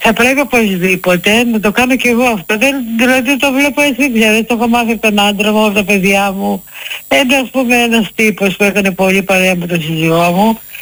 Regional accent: Western Greece, Greece; now in Patras, Greece

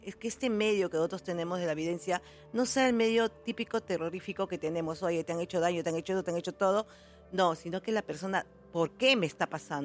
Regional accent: Huacho, Lima, Peru; yo soy de Huacho.

